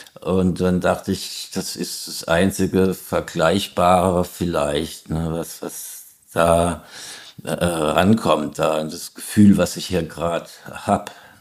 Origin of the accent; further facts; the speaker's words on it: Hesse, Germany; Naja, bei uns gab's halt dieses Kernkraftwerk Biblis in der Nähe, wo ich aufgewachsen bin, und da waren wir halt immer demonstrieren dagegen.